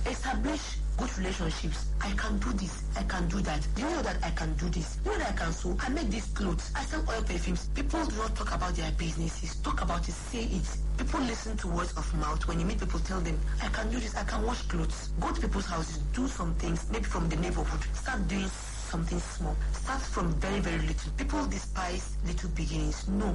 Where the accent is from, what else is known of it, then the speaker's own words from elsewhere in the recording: Kaduna State, Nigeria; I'm from Nigeria, local, a small Nigeria, Southern Kaduna, one of the minorities. I'm Chawe by tribe.